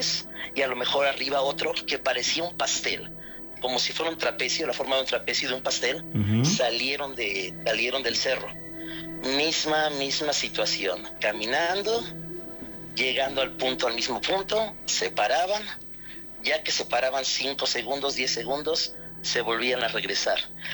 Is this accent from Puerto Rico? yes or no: no; Atlixco, Puebla, Mexico; Pero toda mi vida estuve en Atlixco.